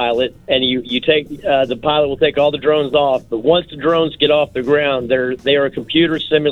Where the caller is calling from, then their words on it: Cocoa Beach, Florida, United States; in Cocoa Beach, Florida